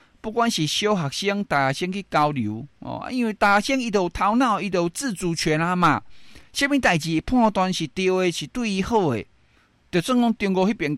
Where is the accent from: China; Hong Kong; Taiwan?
Taiwan; 我们台湾人